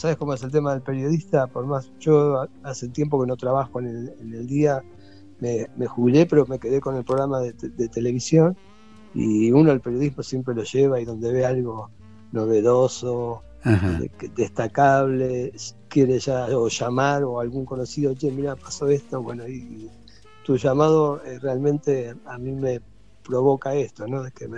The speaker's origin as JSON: {"language": "Spanish", "town": "La Plata", "region": "Buenos Aires Province", "country": "Argentina", "said": "yo soy de La Plata."}